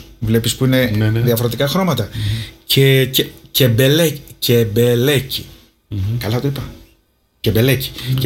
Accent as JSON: {"language": "Greek", "country": "Greece", "said": "δεν είμαι από εδώ, δεν είμαι Γερμανός, εγώ είμαι Έλληνας."}